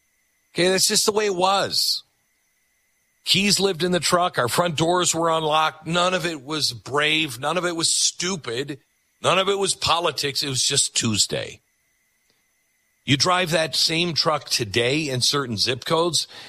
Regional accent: Mount Vernon, Washington, United States; I grew up in Mount Vernon, Washington. It's about, I don't know, 70 miles north of Seattle, and it wasn't weird at that time.

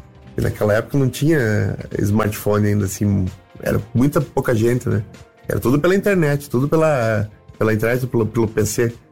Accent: Rio Grande do Sul, Brazil; now in Curitiba, Brazil

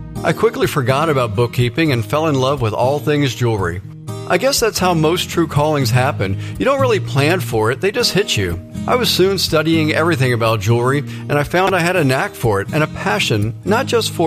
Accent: Fredericksburg, Virginia, United States; so I got a job as a bookkeeper at a jewelry store in my hometown of Fredericksburg, Virginia.

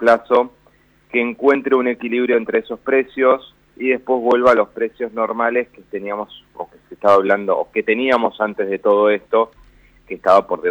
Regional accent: Buenos Aires, Argentina; No, soy porteño, a veces me sale medio tonada, tengo familia salteña.

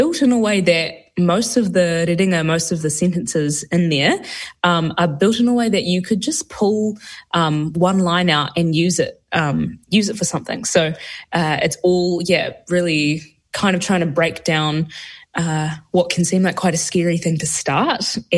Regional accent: Gore, Southland, New Zealand; E tupu aki au ki Muri Hiku. I grew up in Southland in Gore, in the mighty town of Gore. Koi. And when I was, a kid, I was really hungry for my reo. And I grew up in a whānau that didn't have access to speaking reo in our home.

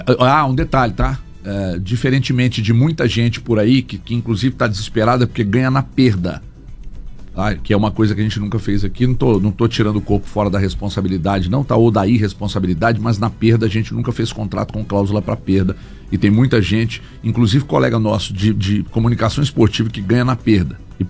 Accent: Itapecerica da Serra, São Paulo, Brazil; Sou de Itapsirica da Serra. Tá ligado?

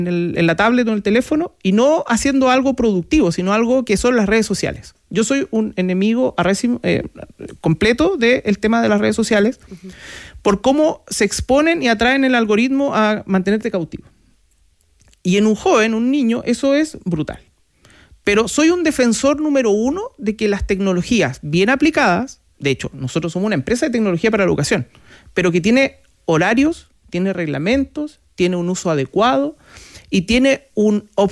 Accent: Punta Arenas, Magallanes, Chile; Y yo soy de Punta Arenas, imagínate. Y era el PlayStation 1, recién llegado. Era uno de los pocos en Punta Arenas que tenía eso.

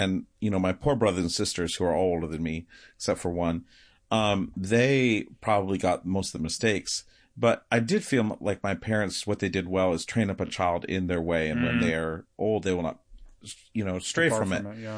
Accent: Michigan, United States; Michigan. So I grew up in...

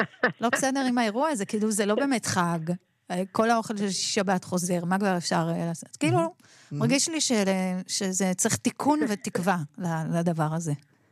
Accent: Israeli periphery, Israel; אצלנו בפריפריה

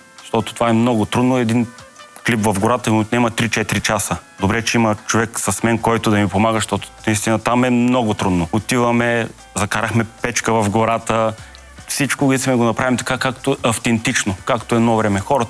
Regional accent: Ivaylovgrad, Haskovo Province, Bulgaria; Ивайловград е едно много хубаво градче в Югоизточна България.

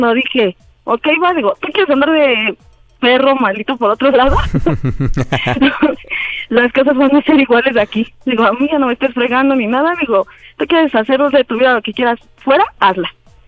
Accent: Mexico City, Mexico; Tengo 35, soy de CDMX.

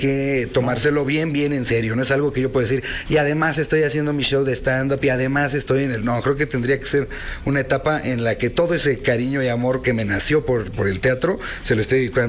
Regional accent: State of Mexico, Mexico; soy del Estado de México, no soy ni fronterizo

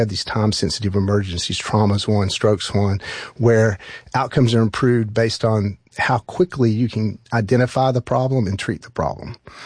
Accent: Fort Smith, Arkansas, United States; went back to work near my hometown in Fort Smith.

